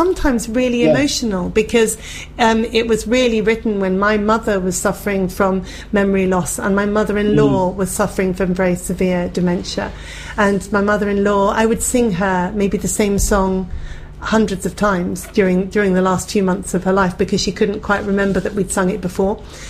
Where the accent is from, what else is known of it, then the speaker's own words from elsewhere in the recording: England, United Kingdom; I'm English